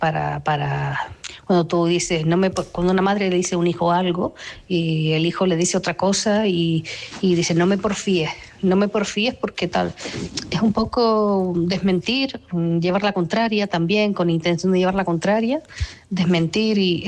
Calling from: Canary Islands, Spain; de Gran Canaria.

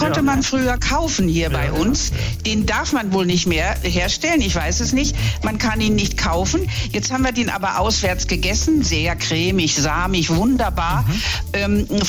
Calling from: Ebringen, Baden-Württemberg, Germany; aber ich komme nicht aus Ebingen von der Schwäbischen Alb, sondern aus Ebringen bei Freiburg.

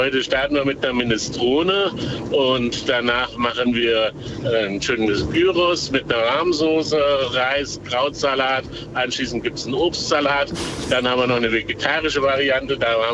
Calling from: Kirchhain, Hesse, Germany; ich komme aus Kirchhain, das ist in der Nähe von Marburg

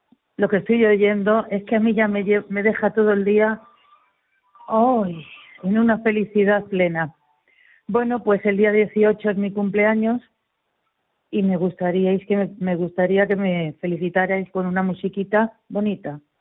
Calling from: Alicante, Valencian Community, Spain; vivo en Alicante.

